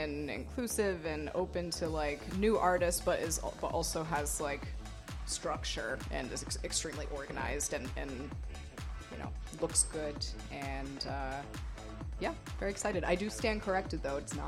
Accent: New England, United States; born there; also born or lived in Rhode Island / Massachusetts; I've been back and forth between Rhode Island and Massachusetts for the duration of my life. So I have a hard time choosing a city that I'm based in, whether it's Boston or Providence, because to me it feels like both. They just feel like one. New England just feels like one pocket.

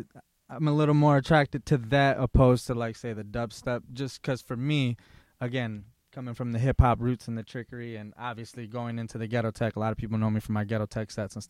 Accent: Lansing, Michigan, United States; You know, I'm originally from Lansing.

